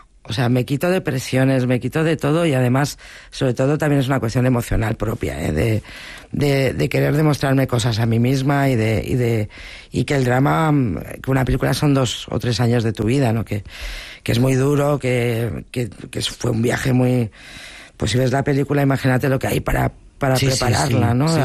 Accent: Bilbao, Basque Country, Spain; Sí, claro, yo soy de Bilbao y volver a casa

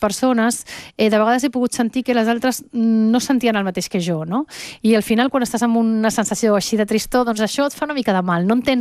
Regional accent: Venezuela; accent: Venezuelan; now in Barcelona, Spain; Perquè jo quan vaig arribar de Venezuela, vaig venir directe de Venezuela aquí a Barcelona, parlava un català amb accent venezolà, perquè la meva mare sempre ens ha parlat català a casa, des de ben petits

